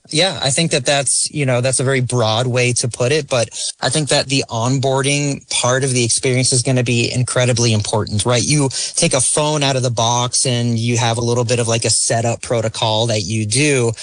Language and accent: English; New England, United States; I'm calling in from my hometown. I live in California, but I grew up in New England.